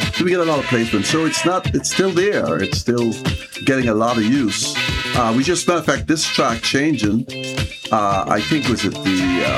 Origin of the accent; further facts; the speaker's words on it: Leeds, Yorkshire and the Humber, United Kingdom; So the guy says, yeah, he's from Leeds. And I'm from Leeds, and his wife, and he brought his wife.